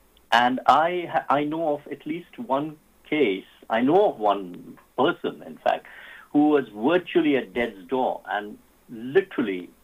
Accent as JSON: {"language": "English", "town": "Pune", "region": "Maharashtra", "country": "India", "said": "I was from Loyola High School, in Pune."}